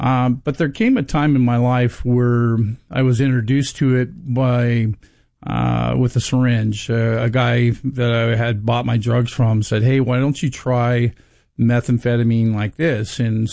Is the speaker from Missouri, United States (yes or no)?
no; Torrance, California, United States; born there; yeah, I was born down in Torrance, California.